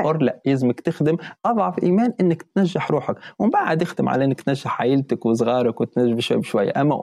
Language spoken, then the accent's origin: Arabic; Tunisia; احنا عندنا في تونس يقول لك ما تكونش كيفك بلاش هكا.